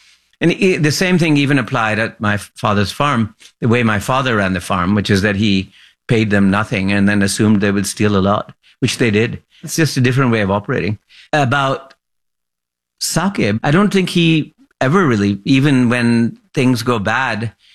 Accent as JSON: {"language": "English", "town": "Lahore", "region": "Punjab", "country": "Pakistan", "tie": "born or raised there", "said": "I was brought up in Lahore, And we had these, you know, wonderful old, you know, they're called servants, I guess."}